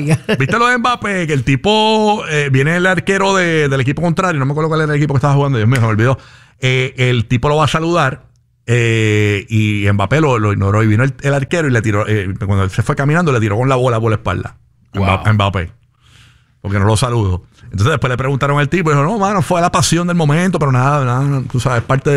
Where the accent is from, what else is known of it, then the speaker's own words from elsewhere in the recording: Puerto Rico; los boricuas, tendemos a envolvernos mucho en los mundiales.